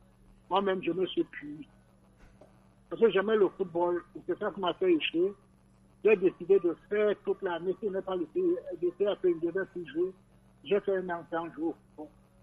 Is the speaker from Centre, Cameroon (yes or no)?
yes; Yaoundé, Centre, Cameroon; J'ai grandi à Yaoundé jusqu'à l'heure actuelle où je vous parle.